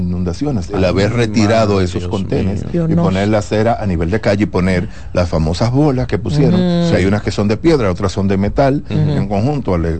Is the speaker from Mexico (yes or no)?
no; Dominican Republic; Nosotros como dominicanos deberíamos tener conocimiento absoluto